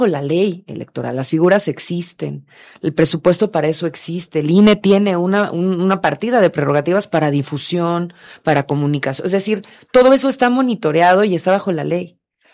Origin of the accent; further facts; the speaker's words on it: Mexico; nos une como mexicanos